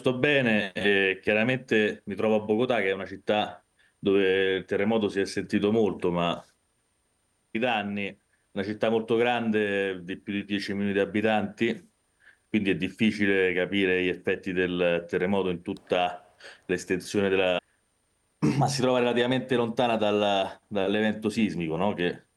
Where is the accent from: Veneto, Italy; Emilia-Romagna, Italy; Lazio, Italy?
Lazio, Italy; Rome; now in Colombia; Io sono di Roma